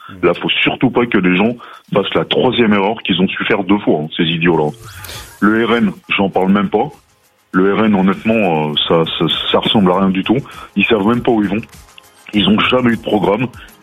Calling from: Chartres, Centre-Val de Loire, France; Alors moi, on habite Chartres.

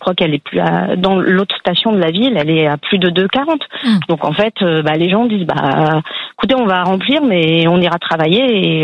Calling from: Hauts-de-France, France; Je suis en Picardie, je suis à 40 km d'Amiens à peu près, dans une zone rurale.

